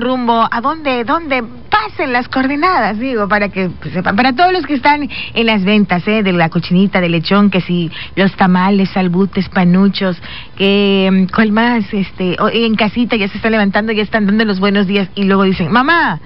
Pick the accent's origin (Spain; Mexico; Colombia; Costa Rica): Mexico; Oaxaca; Este es de mi tierra, ¿eh? … Música de Oaxaca.